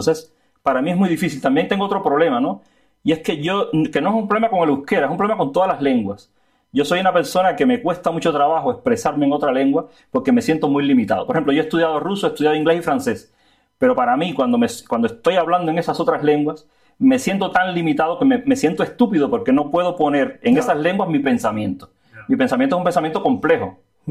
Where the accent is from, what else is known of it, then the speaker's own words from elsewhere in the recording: Cuba; now in Spain; los españoles son ustedes, o sea, tú, mi hija, son los españoles, yo soy cubano. Entonces, como yo soy cubano